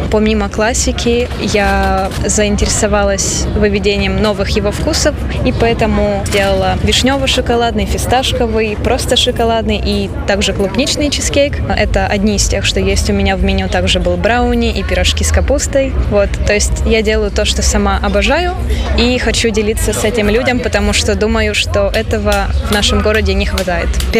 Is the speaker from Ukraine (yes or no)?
yes; Ukraine; now in Vilnius, Lithuania; Я из Украины.